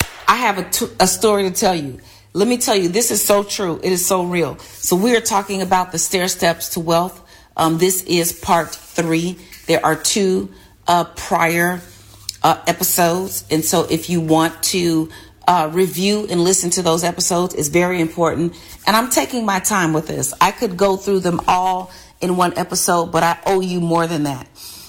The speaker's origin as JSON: {"language": "English", "town": "Chicago", "region": "Illinois", "country": "United States", "tie": "born or raised there", "said": "I was born and raised in Chicago, and I bought several homes in Chicago."}